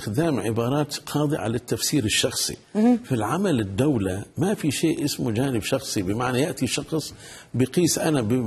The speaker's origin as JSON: {"language": "Arabic", "town": "Aleppo", "region": "Aleppo Governorate", "country": "Syria", "tie": "born or raised there", "said": "أنا ابن مدينة حلب، يتعرض أهالي حلب لتنمر كبير جدا وبما فيهم عوائل من حلب."}